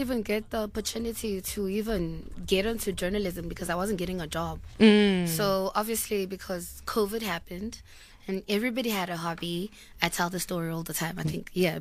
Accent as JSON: {"language": "English", "country": "Kenya", "moved": "yes", "lives_now": "South Africa", "said": "It's pretty much this, like I just explained, we're from Kenya. And we came to SA."}